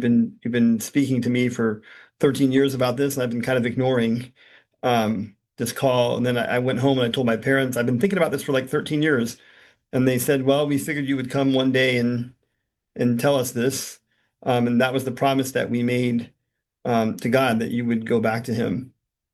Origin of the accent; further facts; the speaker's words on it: California, United States; I was born and raised in California. My formative years, I guess, were at St. Anthony's in Pasadena, and in college, I went to St. Sophia Cathedral in Los Angeles.